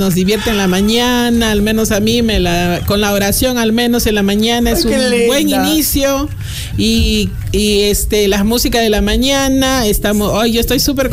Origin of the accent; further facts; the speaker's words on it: Chorrillos, Lima, Peru; Yo vengo de Chorrillos, un gusto conocerlos